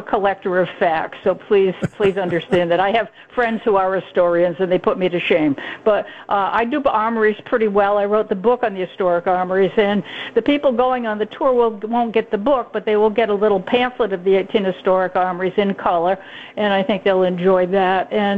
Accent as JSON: {"language": "English", "town": "Westerly", "region": "Rhode Island", "country": "United States", "tie": "born or raised there", "lives_now": "Warwick, United States", "said": "I'm down here at the Westerly Armory today. I do live in Warwick, I was born and raised in Westerly, so I'm down here."}